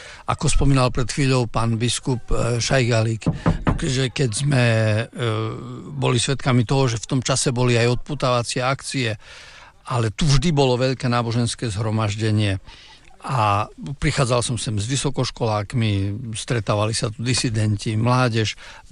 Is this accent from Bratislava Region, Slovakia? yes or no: no; Ražňany, Prešov Region, Slovakia; born or raised there; now in Košice, Slovakia